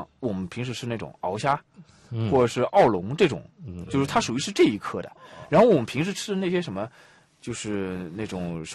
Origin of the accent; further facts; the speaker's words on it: China; 就不像我们中国人，就是看上去能吃的都能做成美味佳肴